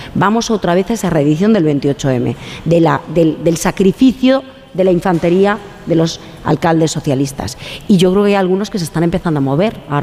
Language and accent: Spanish; Galicia, Spain; como soy gallega, con otra pregunta.